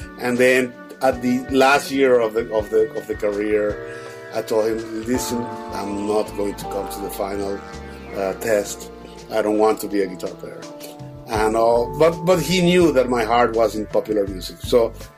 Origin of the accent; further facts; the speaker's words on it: Venezuela; I'm from Venezuela